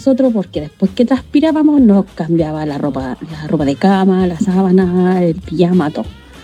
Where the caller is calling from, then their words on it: Tomé, Biobío, Chile; Soy de Tomé.